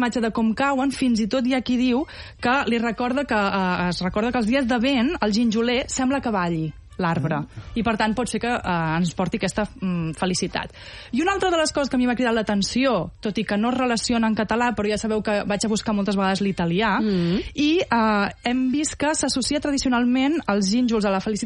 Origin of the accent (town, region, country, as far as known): Catalonia, Spain